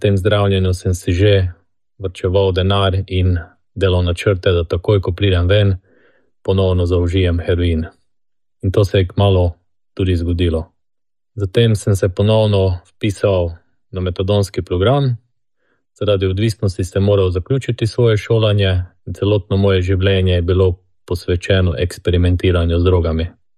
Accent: Prekmurje, Slovenia; now in Maribor, Slovenia; z družino živimo v Mariboru, odraščal sem pa v Prekmurju, v precej konfliktni družini

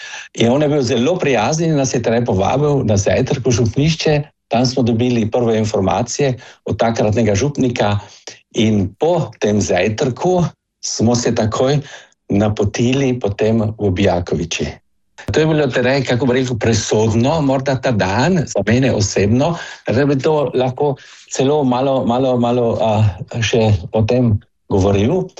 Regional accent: Carinthia, Austria; born there; moved away as an adult; now in Vienna, Austria; Teda sem se študiral medicino na Dunaju. Jaz sem rojen na Koroškem, sem koroški Slovenc.

